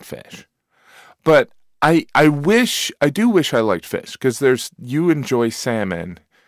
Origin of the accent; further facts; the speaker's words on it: Midwest, United States; I grew up on Lake Michigan